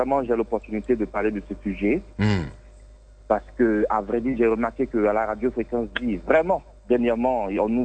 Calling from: Bouaké, Vallée du Bandama, Côte d’Ivoire; j'appelle de Boaké.

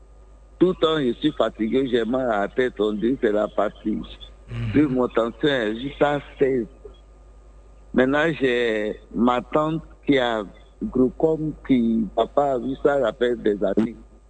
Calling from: Abidjan, Côte d’Ivoire; Moi, j'appelle de Yopougon, zone, à la zone.

